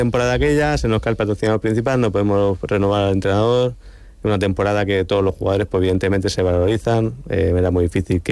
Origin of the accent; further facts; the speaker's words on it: Cartagena, Region of Murcia, Spain; Siendo de Cartagena, siendo cartagenero, o sea, conociendo a mis paisanos de cómo es esta ciudad...